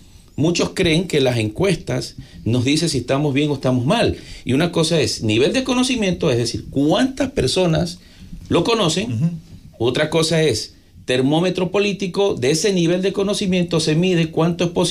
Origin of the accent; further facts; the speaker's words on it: Manta, Manabí, Ecuador; also born or lived in Guayaquil; Yo soy de aquí de Manabí, yo soy de Manta. Bueno, un tiempo pasé radicado en Guayaquil por temas de consultoría